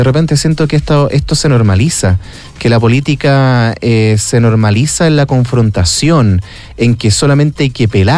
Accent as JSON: {"language": "Spanish", "country": "Chile", "said": "uno como chileno, como ciudadano común y corriente"}